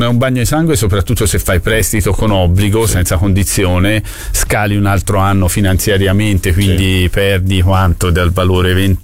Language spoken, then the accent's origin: Italian; Florence, Tuscany, Italy; Se a me quando vado a Roma e dicono sei toscano, gli dico tu sarà te, io sono fiorentino.